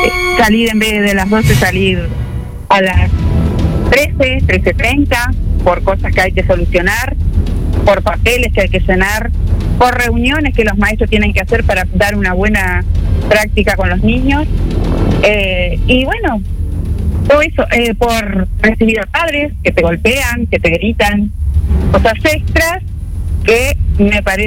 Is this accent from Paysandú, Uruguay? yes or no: yes; Guichón, Paysandú, Uruguay; Mira, yo soy del departamento de Paysandú.